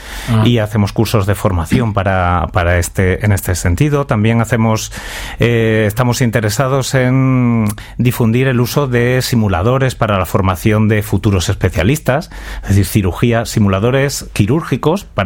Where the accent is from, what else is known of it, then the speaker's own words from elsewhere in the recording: Mérida, Extremadura, Spain; Yo, como soy de Mérita Augusta